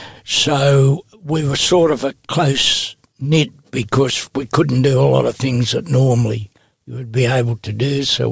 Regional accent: Newcastle, New South Wales, Australia; born there; I was born in Newcastle, New South Wales, the cold centre of the Hunter Valley.

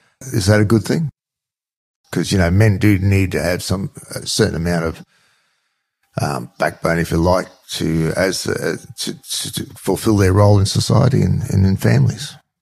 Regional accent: Australia; us being Australian

